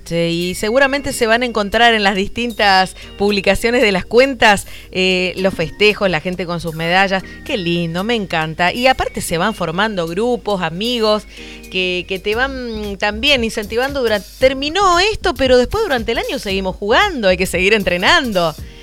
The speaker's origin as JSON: {"language": "Spanish", "town": "Reconquista", "region": "Santa Fe", "country": "Argentina"}